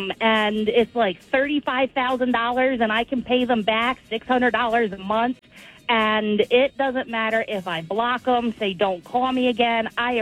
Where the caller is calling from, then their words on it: Worcester, Massachusetts, United States; Worcester, Massachusetts.